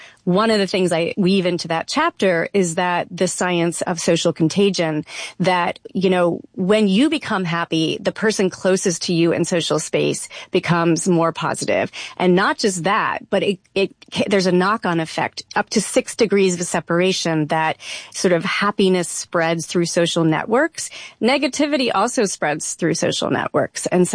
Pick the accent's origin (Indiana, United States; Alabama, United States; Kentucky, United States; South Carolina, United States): Kentucky, United States; Louisville; I grew up in Kentucky.